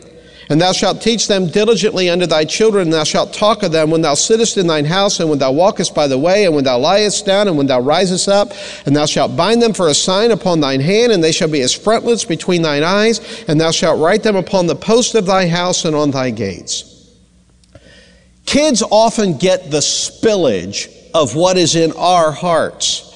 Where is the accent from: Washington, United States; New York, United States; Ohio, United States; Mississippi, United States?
Ohio, United States; Mansfield; I grew up in Mansfield, Ohio, about 70 miles south of Cleveland, and I grew up being an Indians fan.